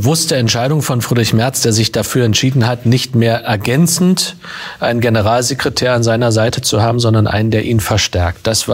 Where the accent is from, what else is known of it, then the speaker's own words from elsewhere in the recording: East Germany, Germany; Ich komme aus dem Osten